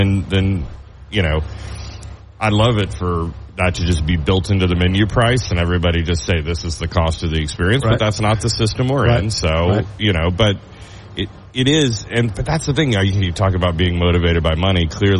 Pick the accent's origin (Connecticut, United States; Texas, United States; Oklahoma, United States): Oklahoma, United States; You know, I'm a redneck from Oklahoma. Like, I don't know wine.